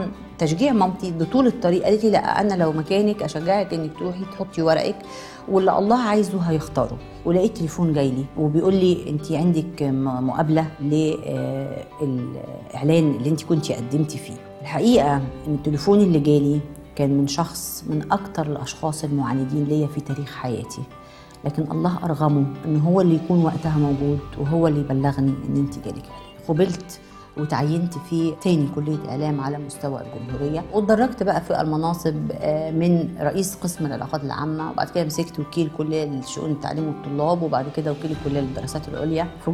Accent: Minya, Minya Governorate, Egypt; moved away; لأن أنا جاية من المنيا يعني مش من القاهرة،

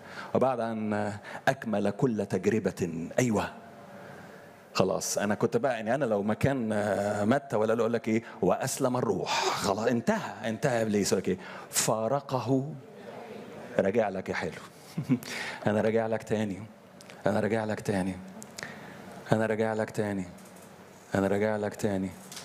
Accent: Upper Egypt, Egypt; انا كان يقول عندنا في الصعيد الاخ براذر اندرو.

